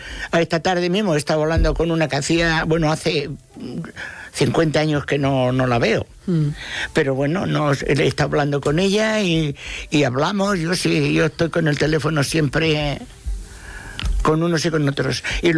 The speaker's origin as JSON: {"language": "Spanish", "town": "Fuenlabrada", "region": "Castilla-La Mancha", "country": "Spain", "tie": "born there", "said": "yo nací en Fuenlabrada, de la provincia de Albacete."}